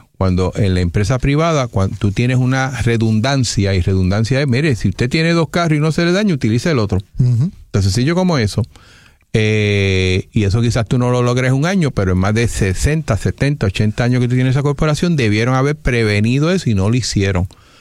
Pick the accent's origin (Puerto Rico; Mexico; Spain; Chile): Puerto Rico; yo obviamente soy del área del Valle del Turabo